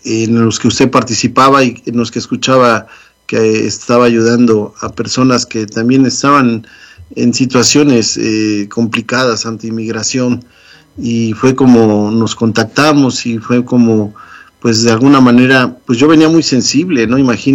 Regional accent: Mexico; now in United States; nosotros, los mexicanos

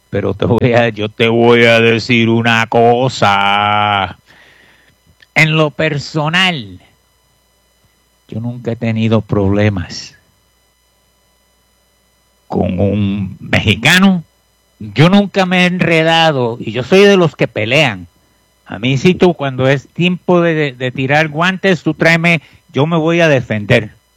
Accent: Puerto Rico; now in United States; Yo soy puertorriqueño. Yo nací desde el 1917. Los boricuas somos ciudadanos.

